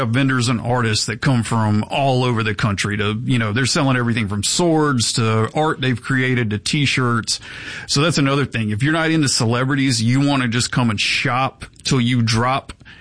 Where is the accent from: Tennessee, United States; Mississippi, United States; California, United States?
Mississippi, United States; Goodman; Yeah, I grew up in Goodman, Mississippi. If anybody knows where Goodman is, it's about 1,000 people, about an hour north of Jackson.